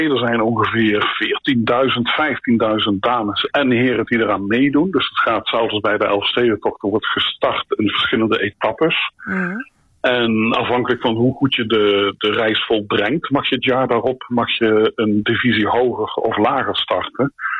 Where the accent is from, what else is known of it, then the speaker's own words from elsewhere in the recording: Nijmegen, Gelderland, Netherlands; now in Sweden; Toen ik opgroeide in Nijmegen